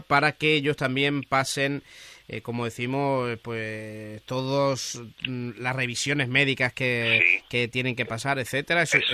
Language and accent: Spanish; Extremadura, Spain; Y eso que nosotros venimos de Extremadura, que hace calor, pero vamos, no tiene nada que ver.